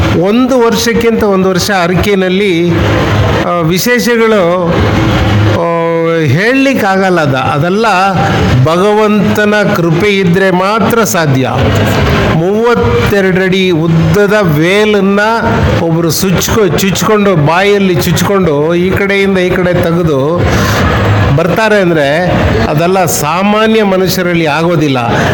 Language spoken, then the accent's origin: Kannada; Purle, Karnataka, India; ಈಗ ನನಗೆ 75 ವರ್ಷ ಆಗಿದೆ. ನಾನು ಹುಟ್ಟಿದ್ದು ಪುರ್ಲೆಯಲ್ಲಿ.